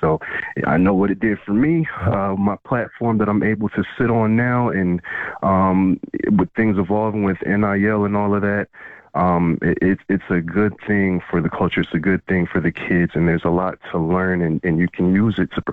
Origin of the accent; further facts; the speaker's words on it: New Jersey, United States; also born or lived in Georgia; You know, I grew up in Jersey. I spent my first couple of years of high school in Georgia.